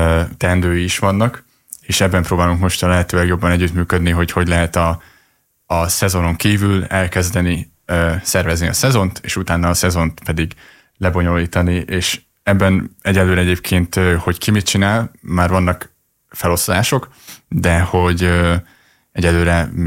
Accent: Jász-Nagykun-Szolnok, Hungary; a Tiszazugból származok, ugye, ami 12 kisebb településnek a összefoglaló neve

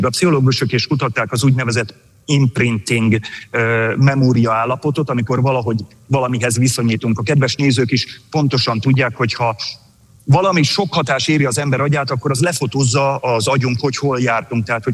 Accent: Budapest, Hungary; now in United States; A légi közlekedés itt az Egyesült Államokban kis túlzással olyan, mint otthon Budapesten a 4-es-6-os villamos.

